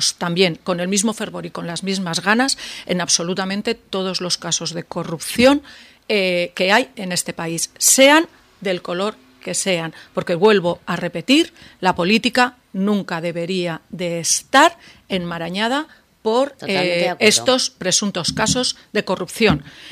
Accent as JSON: {"language": "Spanish", "town": "Teruel", "region": "Aragon", "country": "Spain", "said": "pero como turolense y como aragonesa quiero cero corrupción en mi tierra y no la hay."}